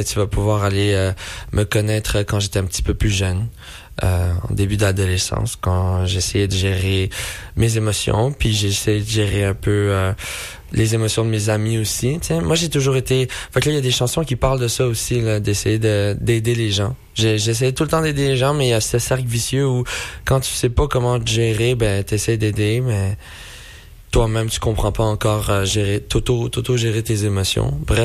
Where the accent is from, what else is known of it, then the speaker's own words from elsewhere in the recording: Quebec, Canada; je suis québécois d'origine marocaine, faut le savoir. Mes parents sont nés au Maroc, ils sont venus ici et pour fonder leur famille avec mon petit frère.